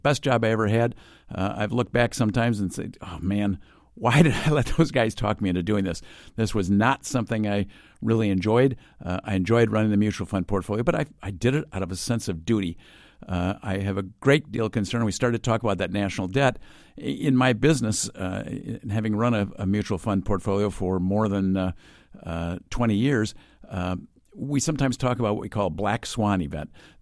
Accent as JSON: {"language": "English", "town": "Aurora", "region": "Illinois", "country": "United States", "tie": "born or raised there", "said": "I grew up in Aurora, Illinois, in a dairy farm family"}